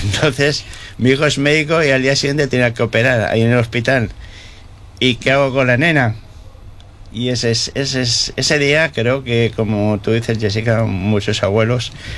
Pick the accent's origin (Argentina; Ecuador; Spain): Spain; Valencia, Valencian Community; moved away as an adult; also born or lived in Lanzarote; yo soy de Valencia y mis padres no estaban